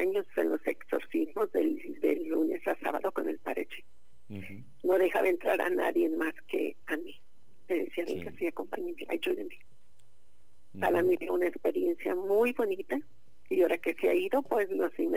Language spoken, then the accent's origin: Spanish; Tijuana, Baja California, Mexico; somos millonarios los tijuanenses.